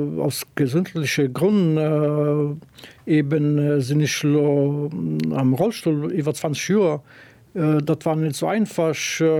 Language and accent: German; Tetovo, Polog, North Macedonia; German is a second language; Ich komme aus Westens Mazedonien. Ich war gebürtig zu Tetovo. das in Stadt vom Ball 80.000 Awohner mein Eltern sind am Fongol von Region Nationalpark Mavrovo ja.